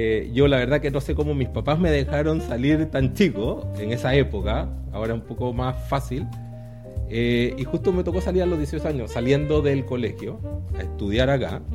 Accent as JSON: {"language": "Spanish", "town": "Panama City", "region": "Panamá", "country": "Panama", "tie": "born or raised there", "moved": "as an adult", "lives_now": "Chile", "said": "mis inicios partieron en Panamá. O sea, yo nací en Panamá, soy panameño, ¿no es cierto? Bueno, estudié en un colegio en Panamá, en Ciudad de Panamá."}